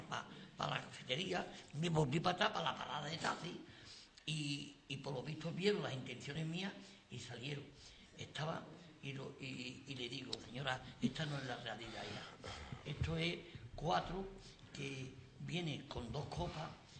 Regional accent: Sanlúcar de Barrameda, Andalusia, Spain

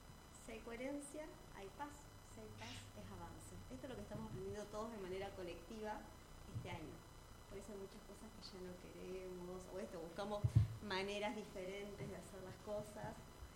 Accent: Argentina

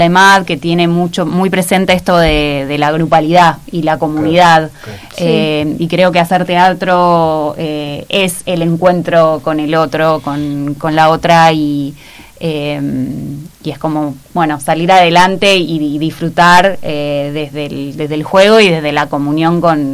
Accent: Córdoba, Argentina; moved away as an adult; now in Buenos Aires, Argentina; yo soy de Córdoba, entonces implicó para mí mudarme a Buenos Aires para estudiar teatro y para buscar hacer una carrera.

